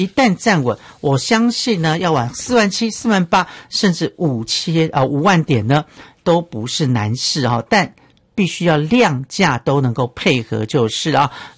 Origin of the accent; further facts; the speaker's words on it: Miaoli County, Taiwan; 还有我的家乡苗栗，也欢迎大家来这个苗栗呢来玩玩齁。山城有很多好山好水齁